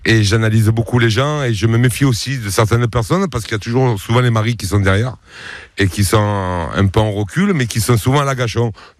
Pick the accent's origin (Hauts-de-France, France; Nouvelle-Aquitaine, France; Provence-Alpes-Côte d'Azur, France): Provence-Alpes-Côte d'Azur, France; La Seyne-sur-Mer; born or raised there; also born or lived in Toulon; now in Ollioules, France